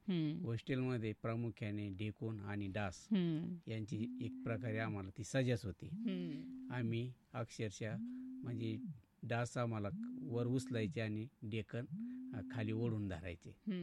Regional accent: Pachegaon, Maharashtra, India; माझं बालपण माझ्या पाचेगाव या गावीच गेलं आणि खूप छान होतं.

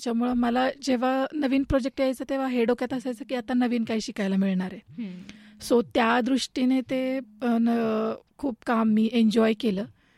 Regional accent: Shripur, Maharashtra, India; moved away as an adult; also born or lived in Baramati / Pune; मी मूळची सोलापूरची आहे आणि पंढरपूर जवळ श्रीपूर नावाचं माझं गाव आहे, मी तिथली आहे। माझं बालपण सगळं तिथेच गेलं, 12वीपर्यंत शिक्षण माझं माझ्या गावामध्येच झालं आणि नंतर मी BCS साठी घराबाहेर पडले बारामतीमध्ये।

